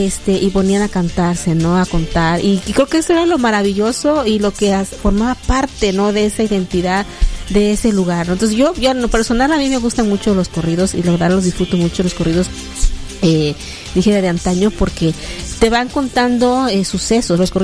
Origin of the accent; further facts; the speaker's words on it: Mexico; algo que nos representa como buenos mexicanos